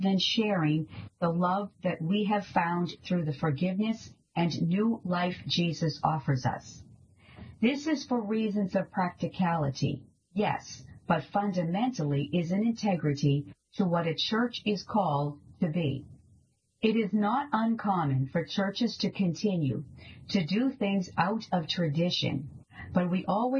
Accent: Newburyport, Massachusetts, United States; now in Colorado, United States; New to Colorado, I was raised in Newburyport, where my relationship with the outdoors was formed. In a tiny house on Franklin Street, just steps away from the Merrimack River

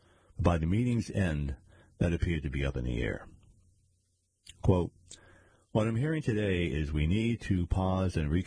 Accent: Newton, Massachusetts, United States; now in New York, United States; I grew up in Newton and still wear my Red Sox cap all around New York, so leave me alone.

